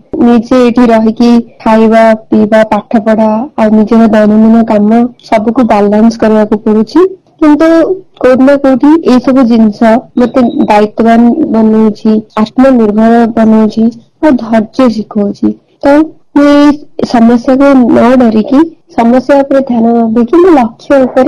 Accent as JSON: {"language": "Odia", "town": "Bhadrak", "region": "Odisha", "country": "India", "said": "ମୋ ଘର ଭଦ୍ରକରେ, ମୁଁ ଏଠି ଜୟପୁର ରହି ବିଏଡ୍ କରୁଛି।"}